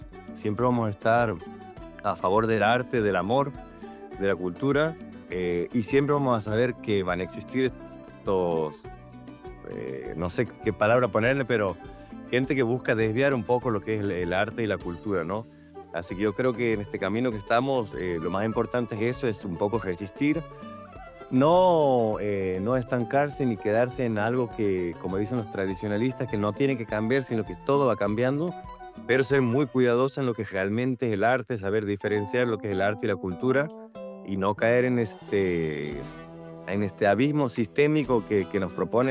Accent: Santiago del Estero, Argentina; llega a Santiago del Estero, mi tierra, donde finalmente aporta la cultura

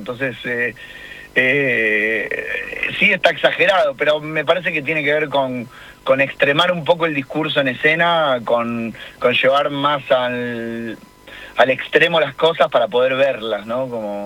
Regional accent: Argentina; nosotros somos argentinos

